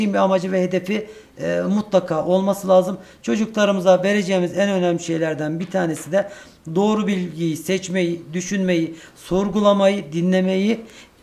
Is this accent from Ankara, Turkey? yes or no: no; Elbistan, Kahramanmaraş, Turkey; Kahramanmaraş'ta bu anlamda bizim memleketimiz Elbistan.